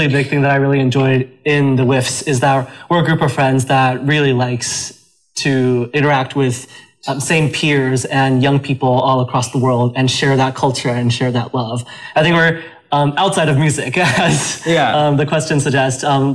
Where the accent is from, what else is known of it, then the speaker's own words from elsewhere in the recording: Beijing, China; I'm originally from Beijing, China. So it's really special to be able to bring the group back to Beijing.